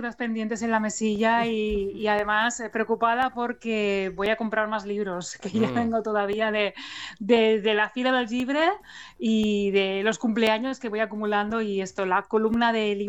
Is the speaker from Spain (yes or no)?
yes; Andratx, Balearic Islands, Spain; que también era una novela de terror ambientada en Andratx, que es mi pueblo, ¿no?